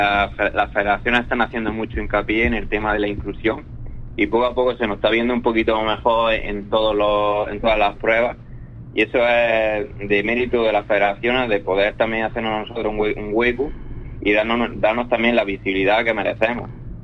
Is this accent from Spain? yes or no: yes; Almería, Andalusia, Spain